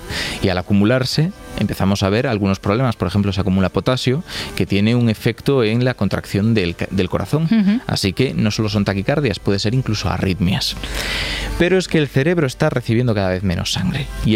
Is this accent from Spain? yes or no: yes; Galicia, Spain; soy gallego, así que no se trata de ningún tipo de discriminación hacia Coruña